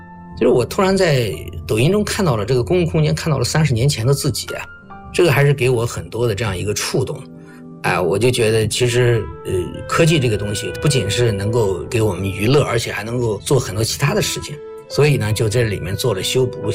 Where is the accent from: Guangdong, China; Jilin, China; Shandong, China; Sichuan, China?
Shandong, China; moved away as an adult; now in Suzhou, China; 我呢是出生在我们盛流田啊，也是一个大型国企，长在山东的这个鲁北这样一个国企的生活。从我出生长大到我读大学，然后呢这个工作，可以说我人生的前25年一直是在这个大国企的这样一种社会氛围之中